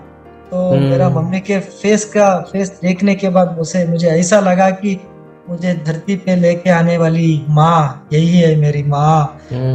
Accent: Shimoga, Karnataka, India; बैंगलोर से और मेरा गाँव शिमोगा आने के बाद

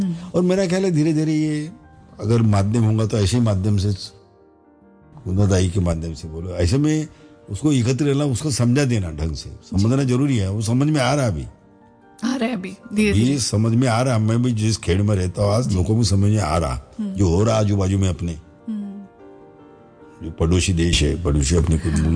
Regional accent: Maharashtra, India; हमारे महाराष्ट्र में है

